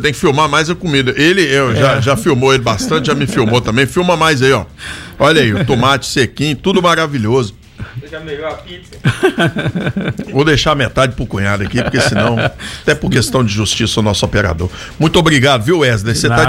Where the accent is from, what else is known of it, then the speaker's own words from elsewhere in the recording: Brazil; fui nascido e criado em Guebarra ali, hein?